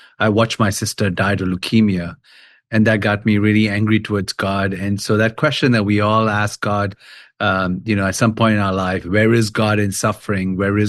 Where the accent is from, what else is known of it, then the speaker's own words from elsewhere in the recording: Kolkata, West Bengal, India; moved away; I actually grew up in India. I grew up in Calcutta. A crazy city in a way, because it's a very populated city. It's 21 million people in that city, so people everywhere. I was raised in a Christian home